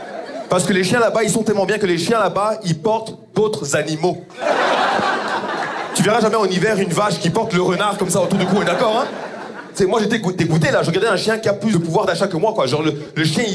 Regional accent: Rwanda; mais je ne suis pas béninois du tout, c'est très important. Je suis rwandais.

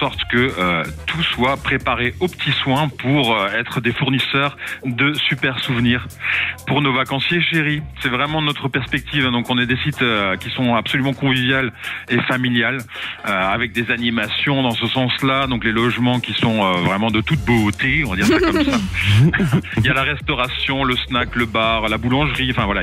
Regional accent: Brussels, Belgium; moved away; Alors, moi, je suis un Belge expatrié depuis très très longtemps, hein, mais je viens plutôt de Bruxelles, mais c'est pas grave.

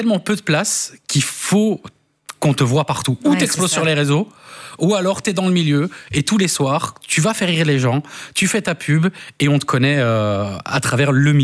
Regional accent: Belgium; Mais je suis très content d'être belgo-italien

